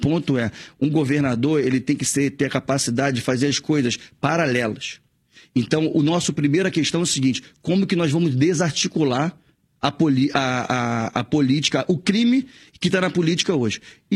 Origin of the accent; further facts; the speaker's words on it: Rio de Janeiro, Brazil; born there; olha o lugar onde eu nasci, que é a Baixada Fluminense